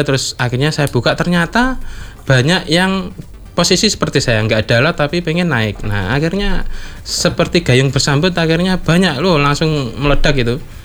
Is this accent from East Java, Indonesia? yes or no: yes; Madiun, East Java, Indonesia; Saya asli Madiun. Lebih tepatnya Madiun sebelah barat, Jiwan.